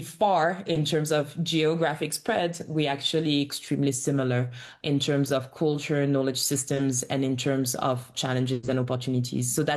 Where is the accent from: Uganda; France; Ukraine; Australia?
France; moved away as an adult; also born or lived in Barbados / Japan / United States / United Kingdom; I grew up in France. My origins are on the continent, but I used to live in Barbados in the Caribbean. I've studied in Japan. I've worked in the US, in the UK